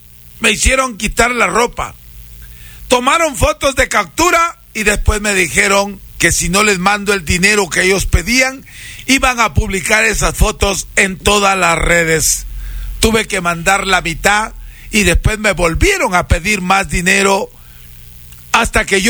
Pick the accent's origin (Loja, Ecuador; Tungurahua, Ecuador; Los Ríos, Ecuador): Tungurahua, Ecuador; Píllaro; Yo soy de Píllaro